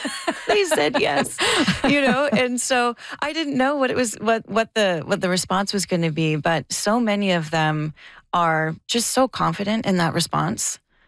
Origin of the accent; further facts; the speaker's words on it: Ottawa, Ontario, Canada; I grew up playing soccer in Ottawa